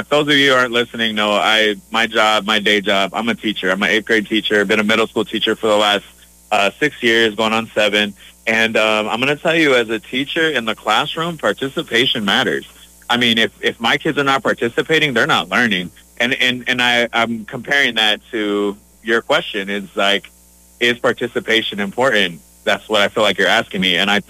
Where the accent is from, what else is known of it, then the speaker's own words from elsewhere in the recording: Arizona, United States; moved away; Yeah, I'm from Arizona.